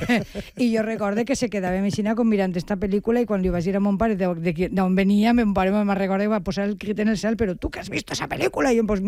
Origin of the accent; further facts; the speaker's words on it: Valencian Community, Spain; born there; en el cine de Catarroja, que és on anàvem nosaltres, jo estudiava en l'Institut de Catarroja